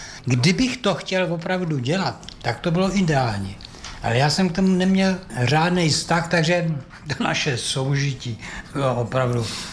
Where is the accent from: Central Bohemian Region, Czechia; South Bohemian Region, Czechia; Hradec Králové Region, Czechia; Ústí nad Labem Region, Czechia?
Ústí nad Labem Region, Czechia; Most; No, já jsem původem teda z Mostu. Narodil jsem se v Mostu, na to si příliš nepamatuju. Takový ranní mládí bylo spíš v Ervinicích.